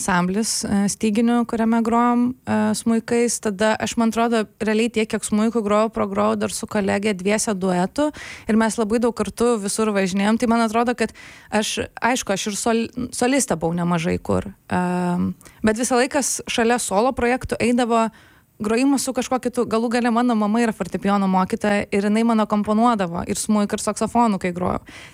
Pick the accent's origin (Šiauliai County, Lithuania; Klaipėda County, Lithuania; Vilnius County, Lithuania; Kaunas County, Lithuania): Vilnius County, Lithuania; Pabradė; moved away as an adult; now in Vilnius, Lithuania; Tai aš užaugau Pabradėje, tai iš Pabradės ir esu nu ir persikrausčiau į Vilnių 18 studijuoti.